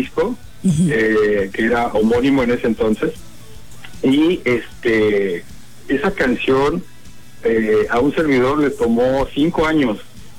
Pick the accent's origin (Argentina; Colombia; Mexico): Mexico; State of Mexico; somos del Estado de México nosotros también.